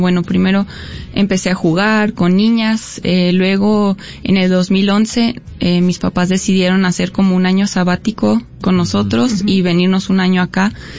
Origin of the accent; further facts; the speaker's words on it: Germany; Sí, pues yo nací en Alemania, mi papá es alemán, mi mamá es mexicana, de Guanajuato capital, y pues yo nací allá, crecí allá, siempre he tenido como ese lazo con México